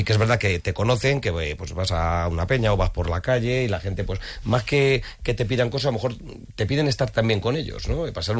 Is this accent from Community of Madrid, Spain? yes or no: no; Romancos, Castilla-La Mancha, Spain; haber sido el alcalde de mi pueblo, que es Romancos